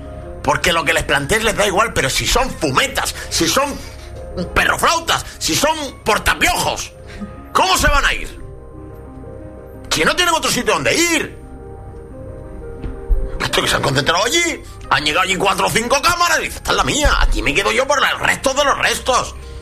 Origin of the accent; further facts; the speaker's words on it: Spain; Qué vergüenza como español que esto...